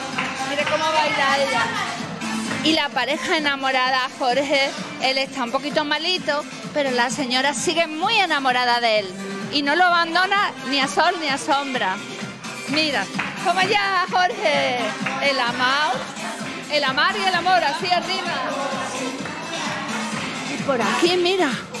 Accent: Seville, Andalusia, Spain; born there; also born or lived in La Macarena, Seville; en la zona de mi barrio de la Macarena, ¿no? Aunque yo nací en Nervión

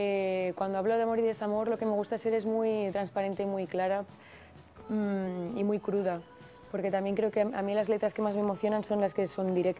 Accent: Catalonia, Spain; moved away as an adult; now in Madrid, Spain; Soy de Cataluña, pero hace 3 años que estoy en Madrid.

